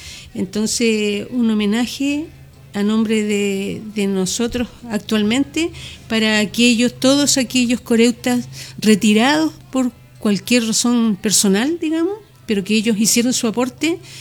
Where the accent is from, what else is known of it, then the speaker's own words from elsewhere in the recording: Santiago, Santiago Metropolitan Region, Chile; now in San Vicente, Chile; Yo soy de Santiago, llegué acá, esta comuna, esta región me ha recibido muy bien.